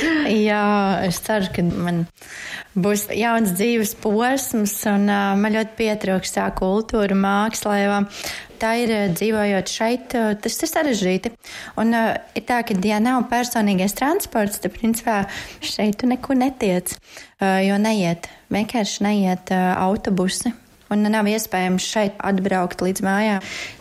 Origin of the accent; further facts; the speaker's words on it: Riga, Latvia; moved away as an adult; now in Dobele, Latvia; es pat esmu no Rīgas, 20 gadus Rīgā